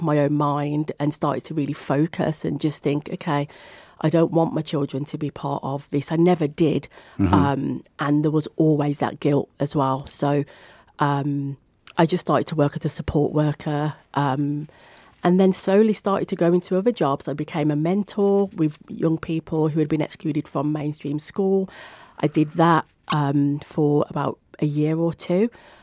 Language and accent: English; Birmingham, West Midlands, United Kingdom; And then when I moved over to the Black Country, because I'm a Brummie.